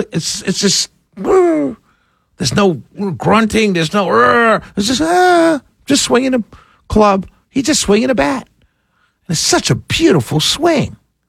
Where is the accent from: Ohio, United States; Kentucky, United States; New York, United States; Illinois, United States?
New York, United States; New York City; I'm from New York City. I'm a Mets fan. Born and raised Met fan all my life.